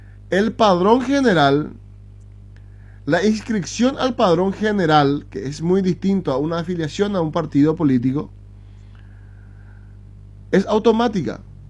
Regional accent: Presidente Franco, Alto Paraná, Paraguay; necesita nuestra ciudad, presidente Franco, que necesita nuestro departamento del Alto Paraná

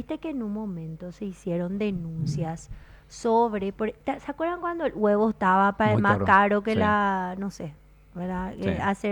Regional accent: Paraguay; nosotros como ciudadanos paraguayos

